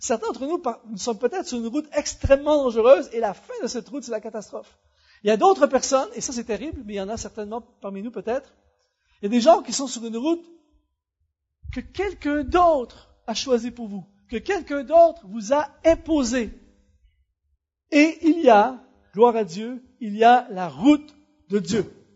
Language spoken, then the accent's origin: French; Canada; j'ai vécu une expérience de fou chez nous au Canada il y a quelques mois de ça